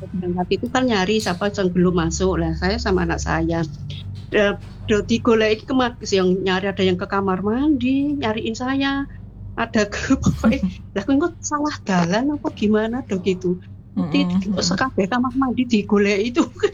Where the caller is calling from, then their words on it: Surakarta, Central Java, Indonesia; Dari Solo, saya bilang gitu.